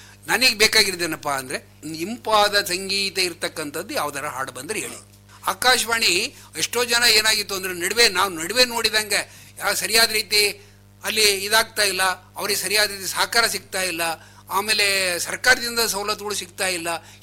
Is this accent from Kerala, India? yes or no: no; Shivamogga, Karnataka, India